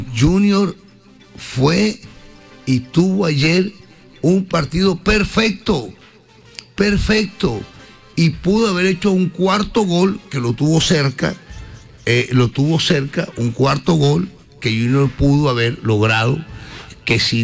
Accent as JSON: {"language": "Spanish", "region": "Caribbean coast", "country": "Colombia", "said": "Y el Atlántico, la costa, los siete departamentos, somos parte de Colombia."}